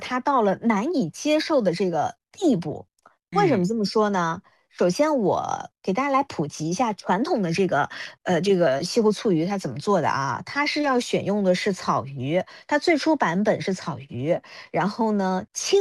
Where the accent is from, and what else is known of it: Jiangnan, China